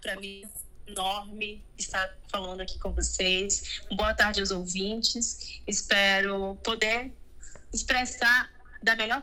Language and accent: Portuguese; Tabatinga, Amazonas, Brazil; Por exemplo, eu sou de Tabatinga, só que eu não conhecia.